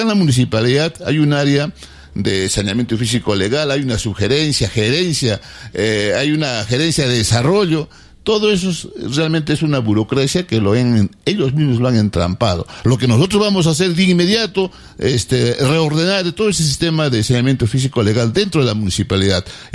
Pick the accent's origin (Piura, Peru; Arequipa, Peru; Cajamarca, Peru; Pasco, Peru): Arequipa, Peru; soy arequipeño